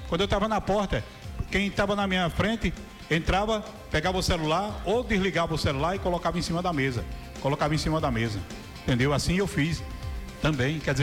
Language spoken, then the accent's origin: Portuguese; Brazil; Nós somos brasileiros. Né? E como brasileiro que eu sou